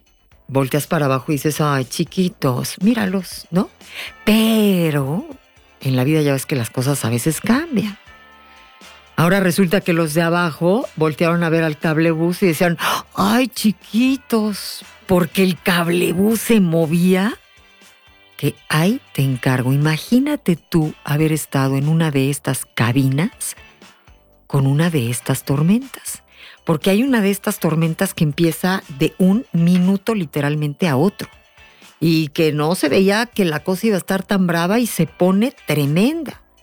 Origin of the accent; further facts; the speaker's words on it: Mexico City, Mexico; somos mexicanos, pero además chilangos